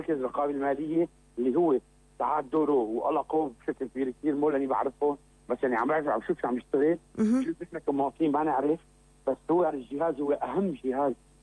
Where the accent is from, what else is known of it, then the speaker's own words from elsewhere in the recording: Syria; انا كسوري